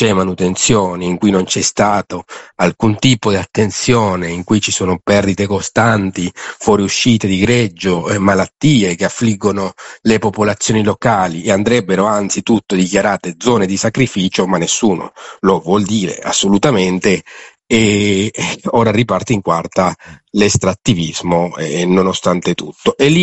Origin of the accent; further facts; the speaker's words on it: Zulia, Venezuela; Ogni tanto parliamo un attimo del lago di Maracaibo, della conca del lago di Maracaibo, da dove vengo io, dove sono stato poco fa, lì a scrivere.